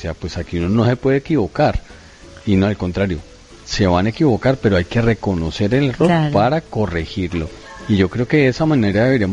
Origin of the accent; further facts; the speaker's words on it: Colombia; Yo tuve la oportunidad de prestar el servicio militar en Colombia, ajá, en mi país.